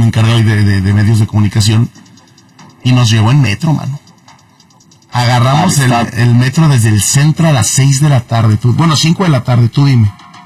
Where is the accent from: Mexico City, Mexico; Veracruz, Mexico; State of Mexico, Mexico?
Mexico City, Mexico; O sea, la verdad es que, a ver, amo mi Capirucha. Yo soy chilango, uh-huh.